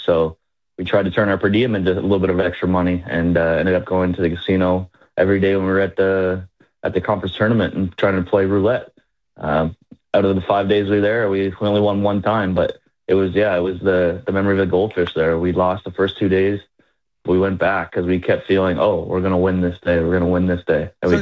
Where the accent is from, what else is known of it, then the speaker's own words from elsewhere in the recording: Cole Harbour, Nova Scotia, Canada; hockey was a big influence for me because I grew up in Cole Harbour, Nova Scotia. So hometown of Sidney Crosby, Nathan MacKinnon.